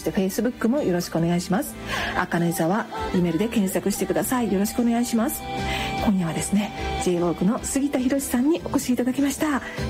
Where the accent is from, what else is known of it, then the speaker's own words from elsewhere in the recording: Takamatsu, Kagawa, Japan; 私も香川県高松市出身なので